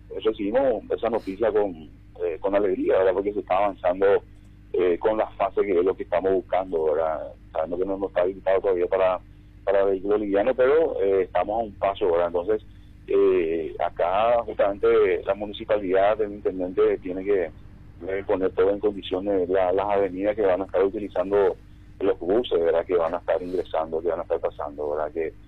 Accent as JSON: {"language": "Spanish", "country": "Paraguay", "said": "Nosotros como paraguayos tenemos que ser ejemplo"}